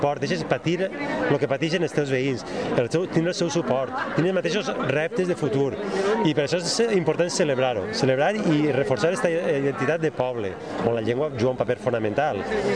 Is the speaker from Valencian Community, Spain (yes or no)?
yes; Valencian Community, Spain; Tenim que tenir en compte quins són els problemes que patim com a valencians.